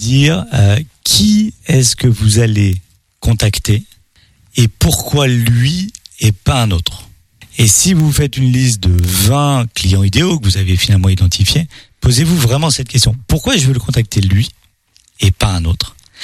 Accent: Paris, Île-de-France, France; now in Angers, France; Et moi, je venais de Paris, je me suis dit, je vais arriver sur une ville comme Angers.

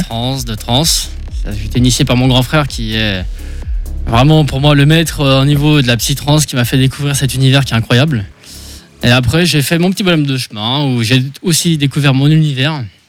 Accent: Saumur, Pays de la Loire, France; moi je suis de Saumur.

